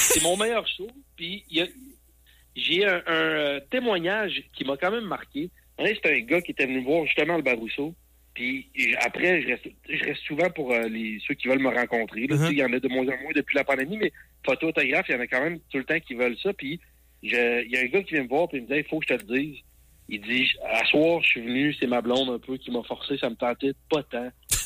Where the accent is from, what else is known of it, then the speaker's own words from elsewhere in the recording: Quebec City, Quebec, Canada; Je viens de Québec.